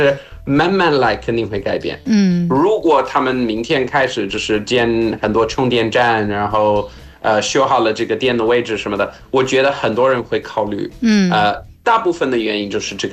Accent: South Africa; moved away; 我记得我小时候在南非，

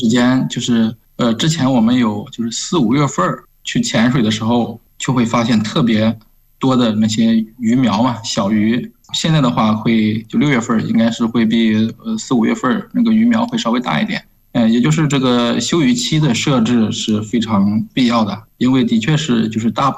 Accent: Luoyang, Henan, China; 我是河南洛阳人。

